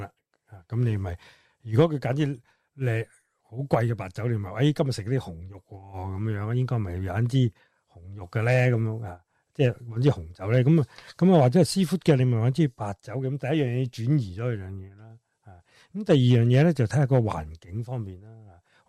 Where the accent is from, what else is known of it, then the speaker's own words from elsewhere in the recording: China; 特别系我哋中国人，即系都预咗系男仔俾钱噶啦，系嘛？